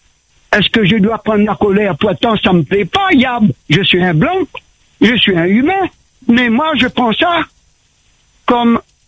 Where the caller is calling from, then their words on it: Réunion; moi je suis un réunionnais, je suis un blanc.